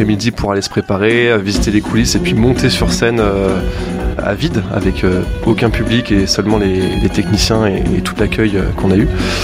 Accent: Lyon, Auvergne-Rhône-Alpes, France; en tant que Lyonnais, moi j'ai vu un nombre de concerts incalculables au Transborder

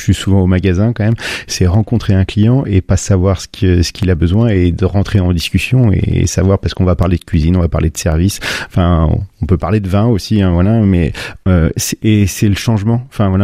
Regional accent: Auvergne-Rhône-Alpes, France; Je suis originaire de la région lyonnaise, moi.

